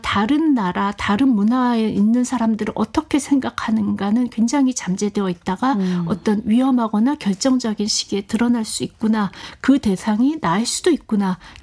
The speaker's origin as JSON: {"language": "Korean", "country": "South Korea", "moved": "as an adult", "lives_now": "Germany", "said": "다른 한국인 뭐 유학생 이주자들이 지하철이나 거리에서 공격을 당하는 사례들이 곧잘 이렇게 이제 나왔기 때문에 저도 밖에 나갈 때는 검은 머리를 보이지 않도록"}